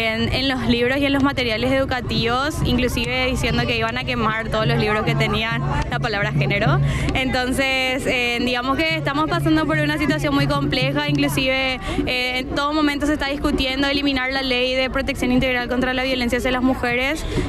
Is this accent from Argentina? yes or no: no; Paraguay; soy de Paraguay